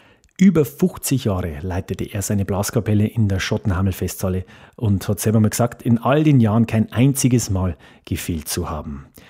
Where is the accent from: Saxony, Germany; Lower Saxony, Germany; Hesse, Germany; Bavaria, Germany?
Bavaria, Germany; Straubing; Er, ein guter, bekannter Musiker aus meiner Heimatstadt Straubing.